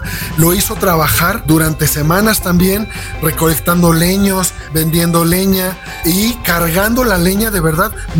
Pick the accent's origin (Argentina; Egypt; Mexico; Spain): Mexico